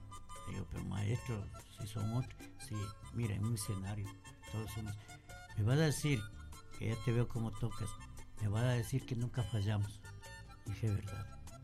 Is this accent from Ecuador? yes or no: yes; Sangolquí, Pichincha, Ecuador; now in London, United Kingdom; siempre mi tierra querida, yo nunca le olvido mi Sangolquí querido.